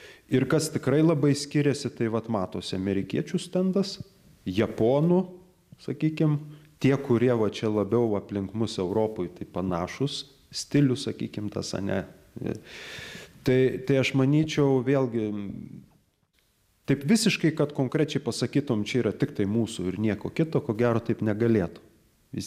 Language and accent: Lithuanian; Telšiai, Telšiai County, Lithuania; born there; now in Kaunas, Lithuania; Tai čia, taip pajokaujant, gimiau Telšiuose, truputį sakau, baigsiu čia studijas fakultete ir taip ir pasilikau.